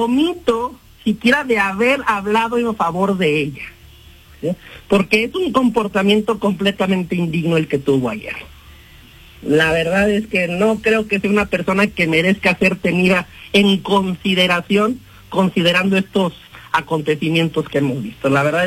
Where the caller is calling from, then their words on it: Aguascalientes, Mexico; en Aguascalientes no somos así